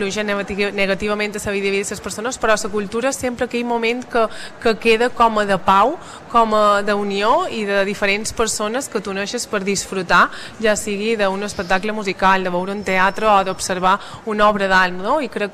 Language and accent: Catalan; Balearic Islands, Spain